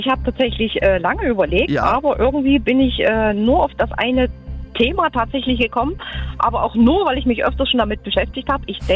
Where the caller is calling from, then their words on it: Schenkenberg, Saxony, Germany; Also ich komme aus der Nähe von Delitzsch, aus Schenkenberg.